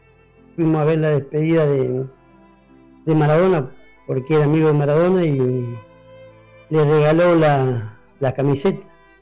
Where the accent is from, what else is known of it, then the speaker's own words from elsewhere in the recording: Caleta Olivia, Santa Cruz, Argentina; decir que soy de Caleta Olivia